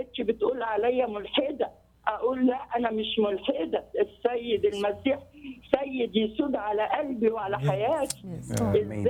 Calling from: Alexandria, Alexandria Governorate, Egypt; أنا من اسكندرية بشهد، وكنت عايشة في راغب في وسط 11 دكتور

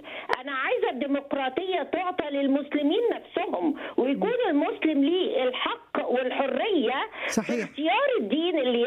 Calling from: Egypt; وأنا كمصرية

